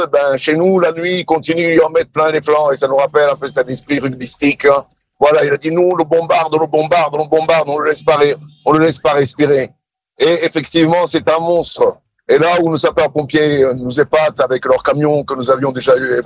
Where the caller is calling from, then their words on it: Toulouse, Occitanie, France; je suis Toulousain